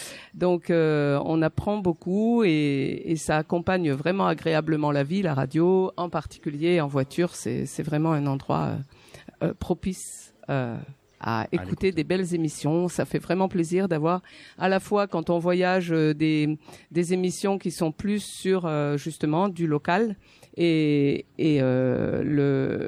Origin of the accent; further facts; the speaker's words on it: Auvergne-Rhône-Alpes, France; Alors, je viens du Cantal et j'organise des choses dans le Cantal.